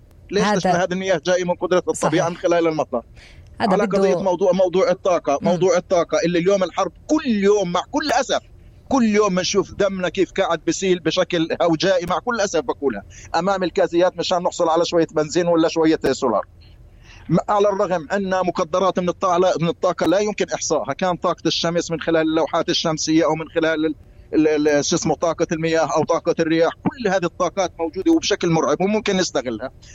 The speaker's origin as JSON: {"language": "Arabic", "region": "West Bank", "country": "Palestine", "said": "عندنا في الضفة الغربية أو في فلسطين أو في غزة"}